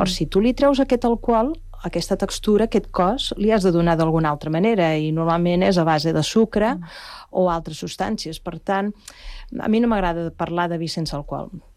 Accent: Valls, Catalonia, Spain; jo sóc de Valls

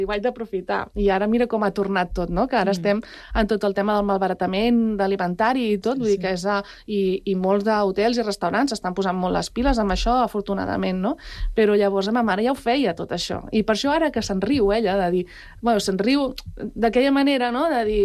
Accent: Palau-sator, Catalonia, Spain; Jo a vegades, no, sóc de la Bisbal, saps? De l'Empordà, no sé què, tal, no, sóc de Palau-sator, i ara ho dic ben alt, no? I sóc de pagès.

